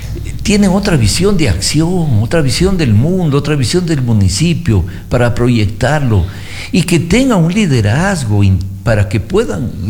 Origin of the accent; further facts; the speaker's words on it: Loja, Ecuador; los lojanos, digamos, ni siquiera los baches nos vienen a coger